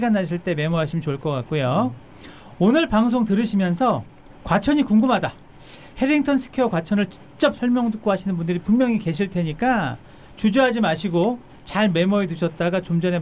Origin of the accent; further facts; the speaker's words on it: Incheon, South Korea; 제 원래 고향이 인천이거든요.